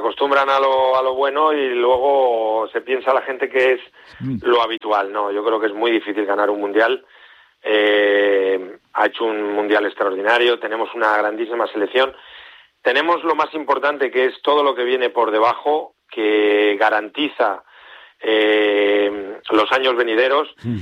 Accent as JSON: {"language": "Spanish", "country": "Spain", "said": "Pues hombre, yo como español espero que lo gane un español."}